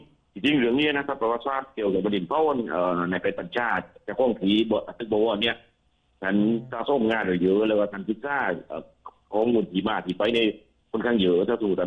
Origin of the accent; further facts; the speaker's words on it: Southern Thailand, Thailand; ก็เลยตั้งใจว่าเราจะมาตอบแทนบุญคุณบ้านเกิดของเราอ่ะ